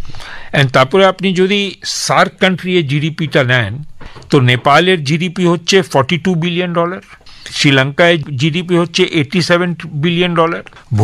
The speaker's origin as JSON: {"language": "Bangla", "country": "India", "tie": "born there", "said": "আমি ভারতবর্ষে জন্ম নিলাম, আমার জন্ম পাকিস্তানে হয়নি, আমার জন্ম বাংলাদেশে হয়নি, আর তারপরে যদি আমাকে পার্টিশনের পরে বাংলাদেশেও যেতে হলো না, পার্টিশনের পরে পাকিস্তানে যেতে হলো না।"}